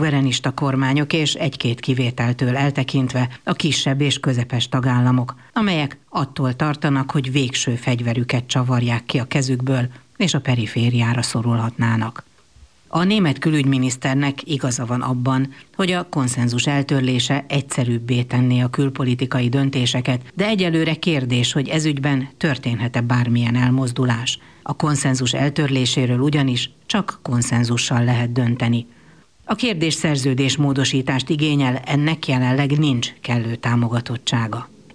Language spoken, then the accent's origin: Hungarian; Hungary; Magyarként